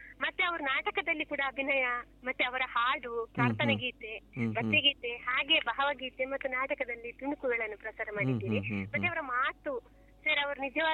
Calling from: Karkala, Karnataka, India

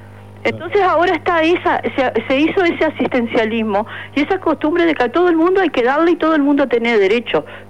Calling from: Maldonado, Uruguay; como un matrimonio que hemos sido, que somos de Maldonado, criamos 2 hijos, los cuales son adultos, ya tenemos nietos

